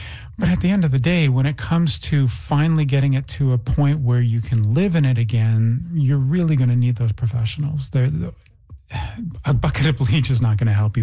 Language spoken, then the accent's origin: English; Brandon, Manitoba, Canada; But honestly, I'm from Brandon as a kid. We always had the Assiniboine flood